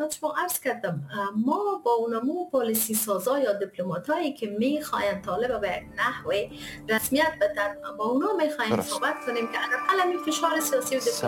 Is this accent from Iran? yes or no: no; Kabul, Afghanistan; درست است ما در کابل متولد شدیم، بزرگ شدیم